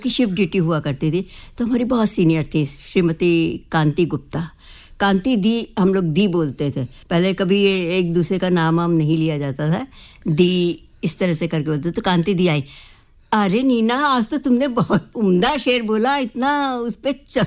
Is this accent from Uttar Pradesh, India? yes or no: yes; Lucknow, Uttar Pradesh, India; born there; हम लखनऊ में पैदा हुए और लखनऊ में ही